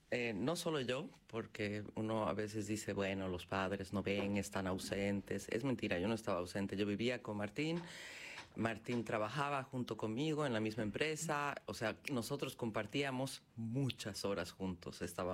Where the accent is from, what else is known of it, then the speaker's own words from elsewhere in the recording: Bolivia; now in Argentina; Yo hablo como soy boliviana, hablo como boliviana, pero vivo hace 29 años aquí, entonces me siento argentina